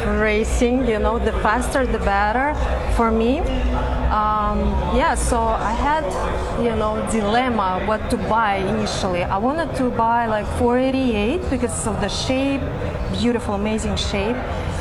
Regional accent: Uzbekistan; No, I'm from Uzbekistan. It's far away. It used to be a part of USSR, southern part, and I'm from there. So I'm not Uzbek, but we have different nations there.

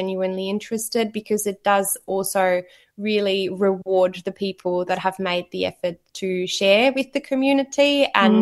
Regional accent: Germany; English is a second language; now in Australia; so I grew up in Germany, and Germany always has been

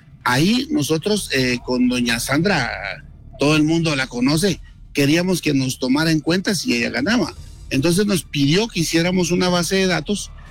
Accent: Guatemala

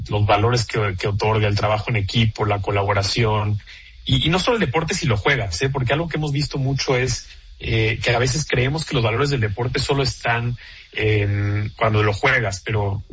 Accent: Mexico

